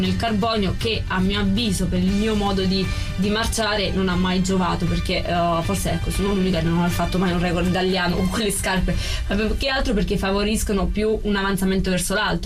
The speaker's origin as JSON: {"language": "Italian", "town": "Mottola", "region": "Apulia", "country": "Italy", "said": "Mottola, provincia di Taranto."}